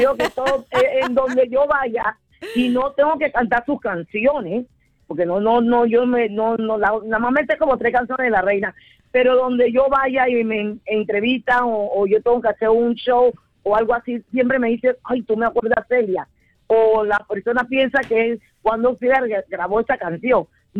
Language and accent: Spanish; Chorrillo, Panamá, Panama; Bueno, yo vengo orgullosamente, tengo que decirle que vengo de Chorrillo, de la 27.